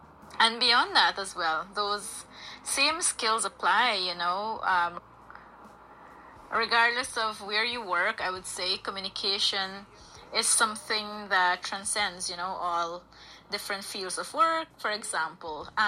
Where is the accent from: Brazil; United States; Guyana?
Guyana; Aishalton, Upper Takutu-Upper Essequibo; from Aishalton in Region 9. And I was one of the first trainees there at Radio Aishalton.